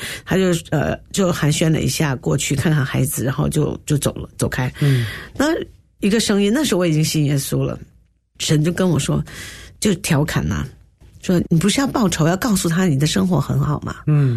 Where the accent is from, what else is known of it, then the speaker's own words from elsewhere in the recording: Tianjin, China; moved away as an adult; now in Singapore; 因为我的老家很棒，是天津市五大道，现在是旅游的地方，那是以前的租界地，那里面就有公园。